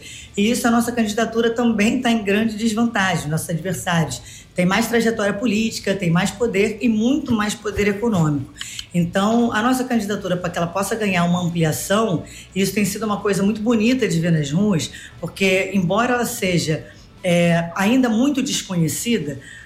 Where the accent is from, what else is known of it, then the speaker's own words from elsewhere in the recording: Rio de Janeiro, Brazil; Eu sou nascida e criada na Maré. A minha mãe, a minha família, hoje ainda vivem na Maré.